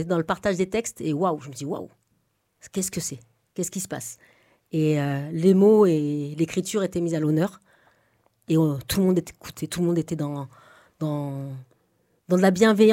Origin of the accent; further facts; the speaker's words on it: Toulon, Provence-Alpes-Côte d'Azur, France; Je suis née à Sainte-Anne.